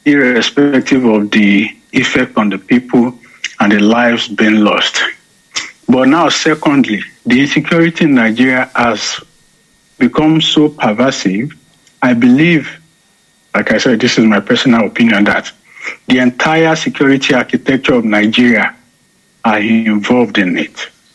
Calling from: Germany; from Germany.

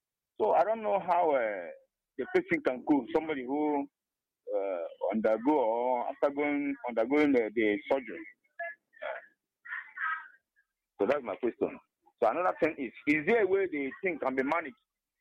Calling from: Abakaliki, Ebonyi, Nigeria; I'm calling from Abakaliki.

